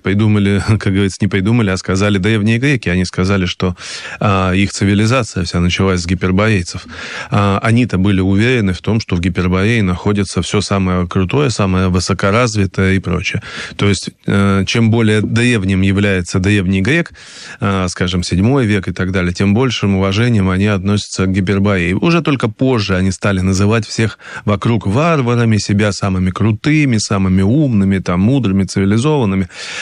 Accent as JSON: {"language": "Russian", "region": "Kemerovo Oblast", "country": "Russia", "tie": "born or raised there", "said": "или вот даже у меня на родине Кузбасс, там есть горная Шория, и там тоже есть мегалиты."}